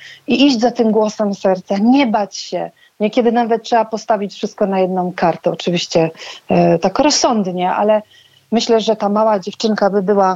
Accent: Wuppertal, North Rhine-Westphalia, Germany; moved away as an adult; also born or lived in Croatia / Madrid; now in Pomerania, Poland; Ja mieszkałam, raczej dorastałam w Wuppertalu. Mieszkałam później też w Chorwacji, w Madrycie, dobra, ale obecnie jestem w Polsce i już stąd się nie wybieram.

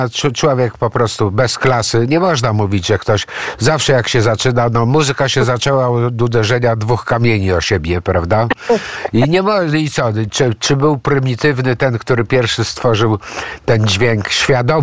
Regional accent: Police, West Pomeranian Voivodeship, Poland; Ja nie jestem ze Szczecina, ja jestem z Polic. Police są pod Szczecinem.

